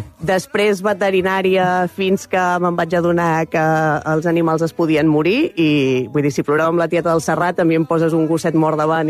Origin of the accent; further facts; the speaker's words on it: Mataró, Catalonia, Spain; Bueno, jo soc de Rocafonda també, com el Lamin Yamal